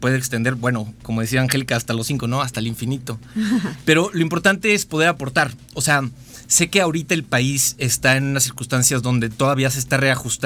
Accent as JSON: {"language": "Spanish", "region": "San Luis Potosí", "country": "Mexico", "tie": "born or raised there", "said": "estando aquí a San Luis, yo soy de acá, de San Luis, y bueno, toda mi vida la he pasado acá"}